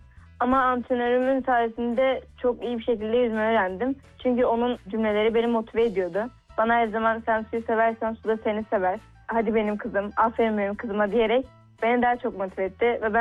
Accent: Gaziantep, Turkey; born there; 2010 Gaziantep doğumluyum.

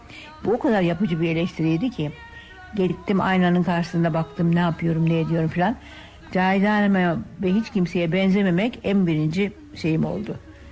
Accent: Moda, Beyoğlu, Istanbul, Turkey; Ondan sonra 12-13 yaşıma kadar Moda, sonra Beyoğlu. Ailem tiyatrocu olduğu için Beyoğlu'nda çok güzel bir apartmana taşındık.

